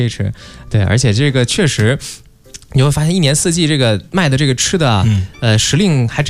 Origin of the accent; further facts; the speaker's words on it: Northeast China, China; moved away; 我小的时候，我们老家也有这个东北